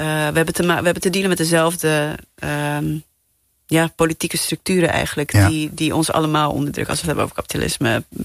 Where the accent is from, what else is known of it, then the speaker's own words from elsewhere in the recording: Namibia; In heel veel, waar ik vandaan kom, in Namibië en heel veel Afrikaanse landen, is dat een beetje het narratief wat wordt gebruikt.